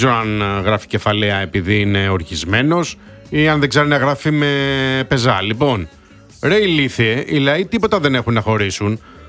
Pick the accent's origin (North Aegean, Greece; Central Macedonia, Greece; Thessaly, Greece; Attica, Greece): North Aegean, Greece; Mytilene; εμένα που είμαι και από τη Μυτιλίνη.